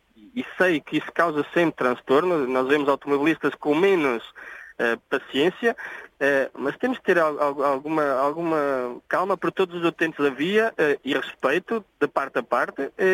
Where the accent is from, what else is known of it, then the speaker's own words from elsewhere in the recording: Carvalhal Formoso, Castelo Branco, Portugal; Eu sou de uma terra pequenininha, mas a minha terra de coração chama-se Carvalhal Formoso e pertence ao Conselho de Belmonte, que fica a cerca de 20 km mais